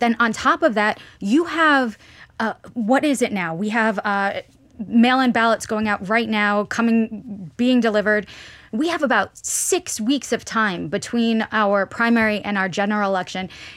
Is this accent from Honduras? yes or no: yes; Honduras; moved away as an adult; now in United States; I'm an immigrant who came to this country. I'm Hispanic. I'm from Honduras.